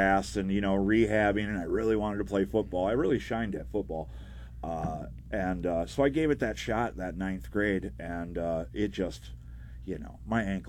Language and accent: English; St. Paul, Minnesota, United States; I'm 48, and I grew up in St. Paul, Minnesota.